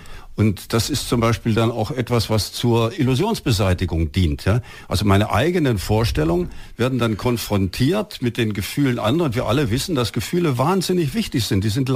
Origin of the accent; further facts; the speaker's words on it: Osnabrück, Lower Saxony, Germany; Ich bin aus Osnabrück, ich lebe seit 32 Jahren in Osnabrück.